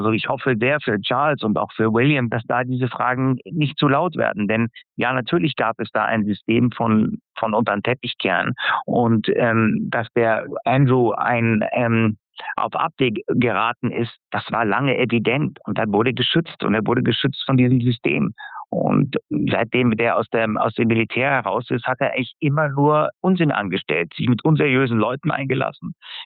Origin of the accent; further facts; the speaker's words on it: Germany; weil ich Deutscher bin.